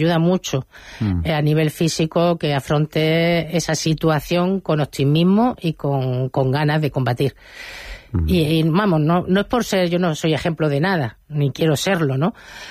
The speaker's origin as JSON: {"language": "Spanish", "town": "Guernica", "region": "Basque Country", "country": "Spain", "tie": "born there", "lives_now": "Linares, Spain", "said": "Y bueno, yo nací en Guernica, pues por azares de la vida, por la profesión de mi padre, ¿no?"}